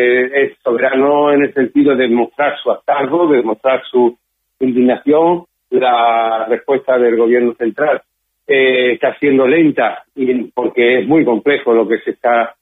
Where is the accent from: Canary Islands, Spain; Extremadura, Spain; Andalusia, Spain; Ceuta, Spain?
Ceuta, Spain; es todo el pueblo de Ceuta, nosotros también somos pueblo de Ceuta y vamos a estar.